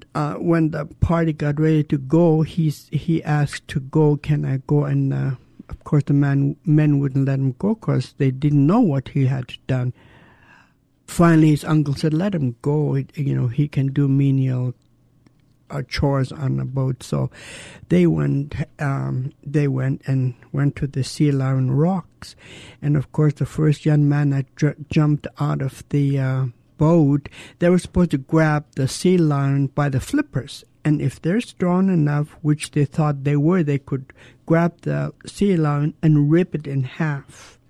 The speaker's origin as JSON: {"language": "English", "town": "Douglas", "region": "Alaska", "country": "United States", "tie": "born or raised there"}